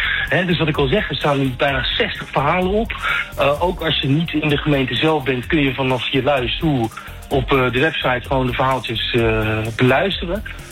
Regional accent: South Holland, Netherlands; ik kom uit de Haagse regio. Ik woon tegenover de Oude Kerk.

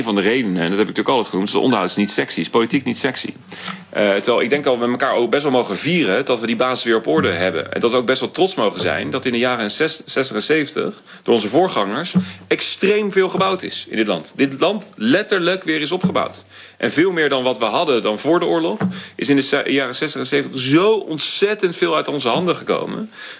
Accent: Rotterdam, South Holland, Netherlands; zij zegt dan tegen mij, ja, jij komt uit Rotterdam, dat is voor jou makkelijk praten.

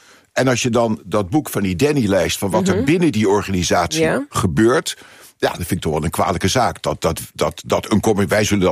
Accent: The Hague, South Holland, Netherlands; ik ben opgegroeid in Den Haag.

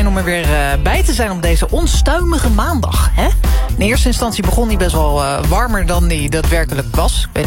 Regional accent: Netherlands; Zeg ik dan als Nederlander.

